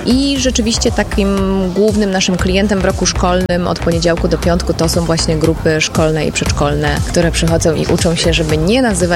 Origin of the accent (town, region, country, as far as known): Kraków, Lesser Poland, Poland